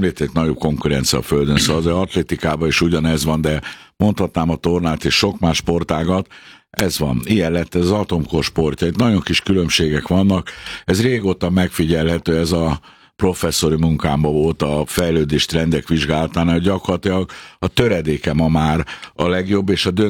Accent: Hungary

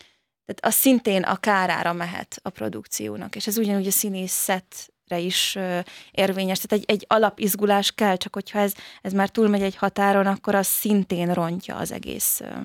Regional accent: Vácszentlászló, Pest, Hungary; also born or lived in Budapest; Én igen, ott nőttem fel, de Gödöllőn a Babatvölgyi Lovas Központban jártam.

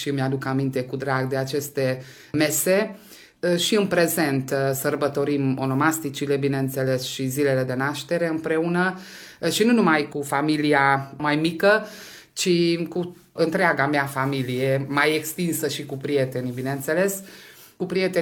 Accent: Hungary; ne definește pe noi ca români din Ungaria.

